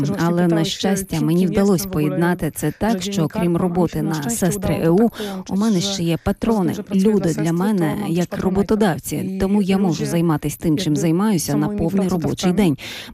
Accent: Poland; ми з Польщі

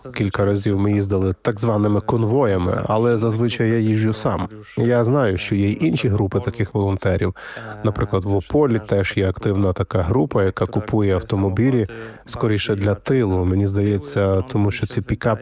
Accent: Poland; Ukrainian is a second language; коли я розмовляю з ними українською і лише через деякий час згадую, що я з Польщі

